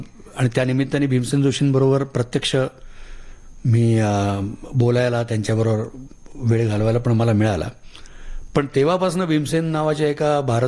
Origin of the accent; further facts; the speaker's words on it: Pune, Maharashtra, India; घरी वासुदेव यायचा आमच्या, माझ्या लहानपणी आतापर्यंत येत होता, म्हणजे मी जोपर्यंत तिकडे सदाशिव पेठेत राहायचो तिथपर्यंत वासुदेव येत होता